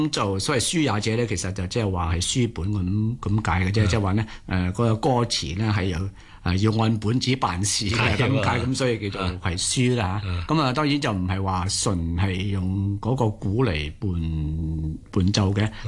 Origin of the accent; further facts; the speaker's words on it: Guangdong, China; 你问我哋广东人咧都系会累咗落去嘅